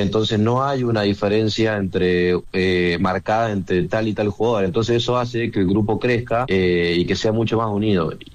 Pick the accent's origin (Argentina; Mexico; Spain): Argentina; Mendoza; No, la verdad que para mí, siendo mendocino, para mí es ver a los equipos de Mendoza que crezcan